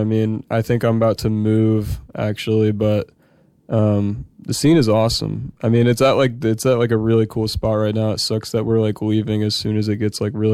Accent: Nashville, Tennessee, United States; For sure. Well, Nashville is really cool.

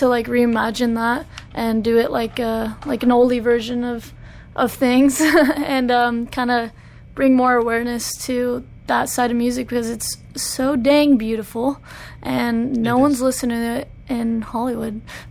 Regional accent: Argentina; From Argentina. I'm from Argentina. My mom's side of the family is, they're all gauchos, and they're all, you know, we all grew up like kind of riding horses and doing the dang thing.

